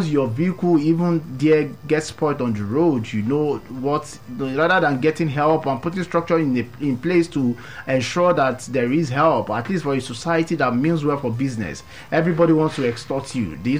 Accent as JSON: {"language": "English", "country": "Nigeria", "said": "as a Nigerian"}